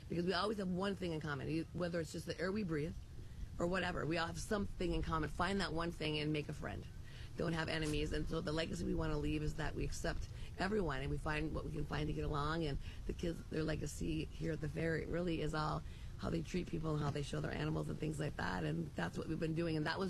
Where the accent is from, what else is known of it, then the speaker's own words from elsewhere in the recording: Sauk Rapids, Minnesota, United States; growing up in Sauk Rapids and being born there